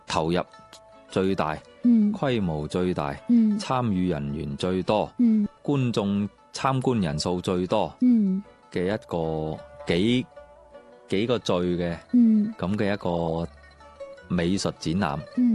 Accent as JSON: {"language": "Cantonese", "region": "Guangdong", "country": "China", "said": "所以不断创新就系我哋广东人嘅一种岭南或者叫岭南文化嘅一种最核心的价值。"}